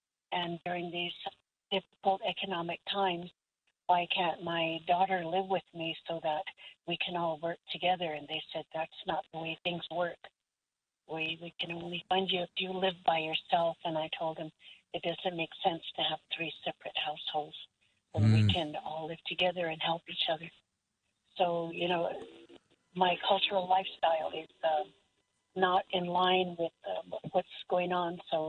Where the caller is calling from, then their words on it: Albuquerque, New Mexico, United States; I'm calling from Albuquerque, and I'm an urban Indian. I'm 72, and I'll be 73 soon.